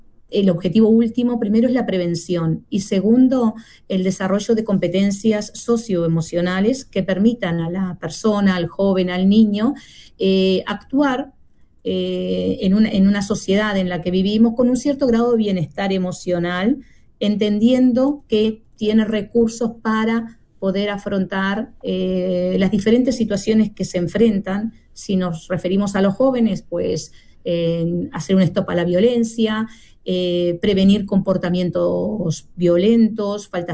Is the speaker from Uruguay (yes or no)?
yes; Montevideo, Uruguay; moved away as an adult; now in Spain; la escuela 178 del barrio Borro, que fue un lugar donde yo nací.